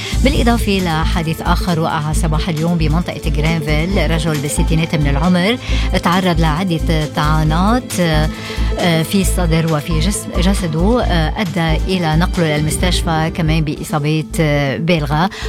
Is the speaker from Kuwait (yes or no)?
no; Lebanon; شو عنا قوة نحن بلبنان؟